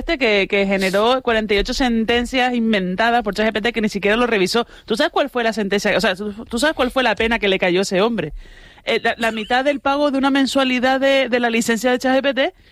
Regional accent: Santa Cruz de Tenerife, Canary Islands, Spain; Soy chicharrera

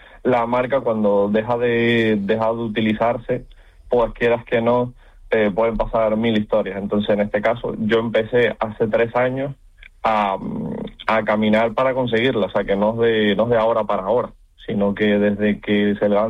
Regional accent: Canary Islands, Spain; me considero un canario completo, o sea, miro por y para Canarias en todo lo

